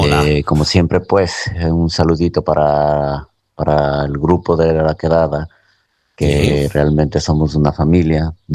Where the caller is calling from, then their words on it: Córdoba, Andalusia, Spain; desde Córdoba